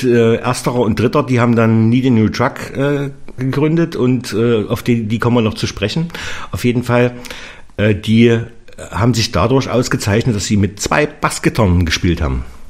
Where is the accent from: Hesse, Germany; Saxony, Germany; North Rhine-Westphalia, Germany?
Saxony, Germany; Radebeul; Ich komme ja aus Radebeul